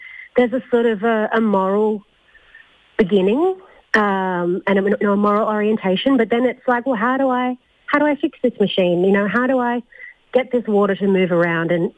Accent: Newcastle, New South Wales, Australia; growing up in Newcastle and not having to solve problems about soil and rain and rivers.

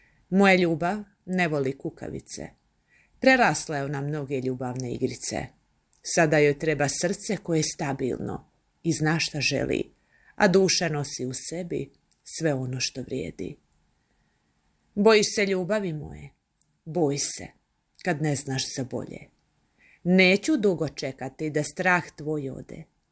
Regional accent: Bosnia & Herzegovina; born there; Rođena sam u Bosni i Hercegovini, živim u gradu Banja Luka.

